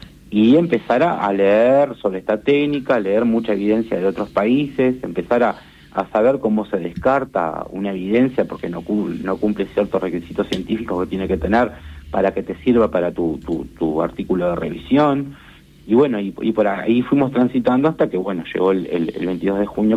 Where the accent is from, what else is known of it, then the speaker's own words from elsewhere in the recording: Río Branco, Cerro Largo, Uruguay; moved away as an adult; now in Montevideo, Uruguay; Yo soy de Río Branco y, por ende, la gente que vivimos por aquellos lados, o vivía, porque ahora estoy en Montevideo hace 10 años